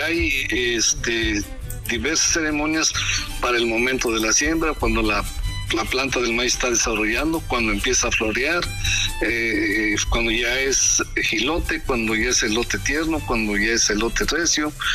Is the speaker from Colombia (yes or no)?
no; Mexico